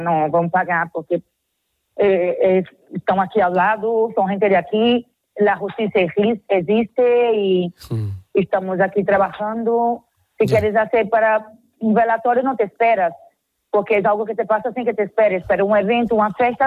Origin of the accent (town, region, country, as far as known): São Luís, Maranhão, Brazil; born or raised there; Spanish is a second language; now in Spain